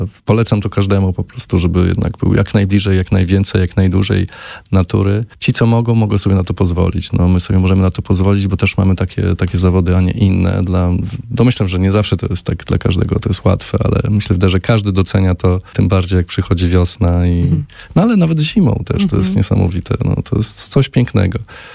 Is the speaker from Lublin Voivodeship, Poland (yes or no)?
yes; Lublin, Lublin Voivodeship, Poland; ja pochodzę z Lublina i jakoś tak się potoczyły losy, że teraz właśnie mieszkamy tam w jeszcze pełniej harmonii naturą.